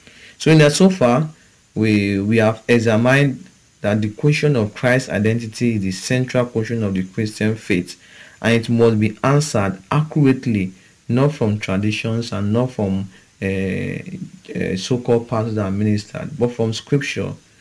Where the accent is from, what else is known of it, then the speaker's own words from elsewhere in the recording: Okada, Edo, Nigeria; from Okada Town, Nigeria.